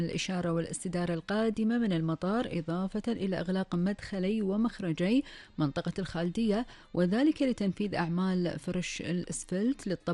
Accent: Kuwait; إلى فقرة أخبار الديرة وآخر أخبار ديرتنا الحبيبة الكويت

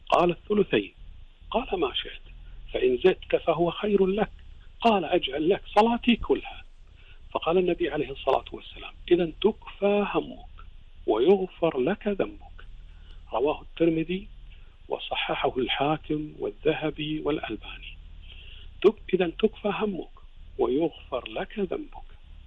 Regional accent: Kuwait; هذه منتشرة عندنا بالكويت

